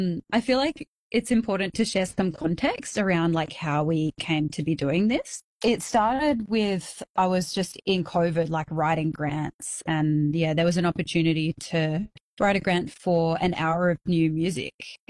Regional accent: Bendigo, Victoria, Australia; now in Melbourne, Australia; which is my artist name and my regular name. And I am Yorta Yorta. I grew up on Jaraja in Bendigo and have been living in Nam for about 15 years.

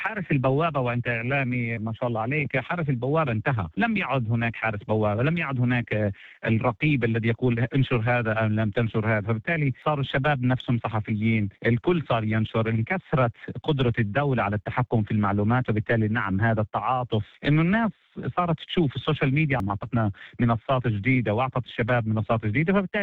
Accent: Palestine; now in Australia; إحنا يعني كفلسطينيين

